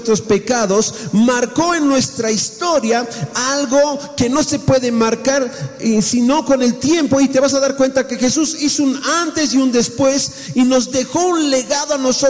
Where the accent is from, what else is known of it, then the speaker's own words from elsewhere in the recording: Bolivia; porque somos bolivianos.